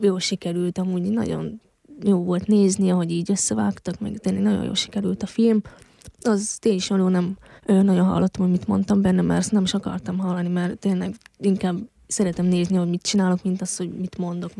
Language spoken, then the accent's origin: Hungarian; Miskolc, Borsod-Abaúj-Zemplén, Hungary; hiszen Miskolc születésű vagyok, itt élek 22 éve